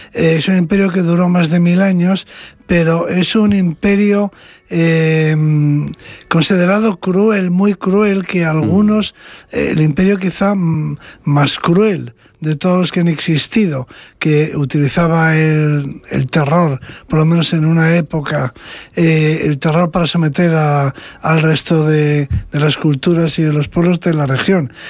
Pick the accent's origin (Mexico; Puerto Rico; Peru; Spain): Spain; Me confirma en lo que siempre he pensado, de que somos los españoles un pueblo culto.